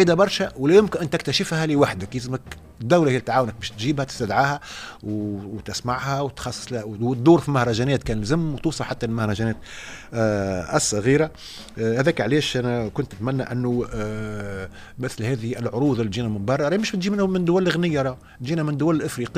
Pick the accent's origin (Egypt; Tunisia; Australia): Tunisia